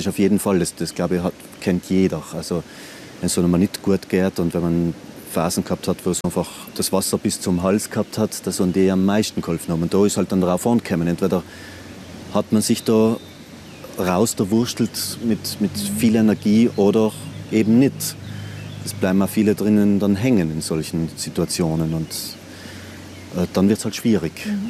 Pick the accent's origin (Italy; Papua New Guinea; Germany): Italy; Trentino-Alto Adige; die war nach größeren Almen entweder in der Schweiz oder bei uns in Südtirol.